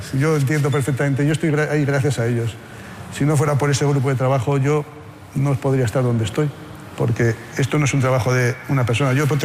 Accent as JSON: {"language": "Spanish", "town": "Haro", "region": "La Rioja", "country": "Spain", "tie": "born or raised there", "said": "mi pueblo es Haro, en La Rioja, fantástico, se come y se bebe muy bien y hay muy buena gente."}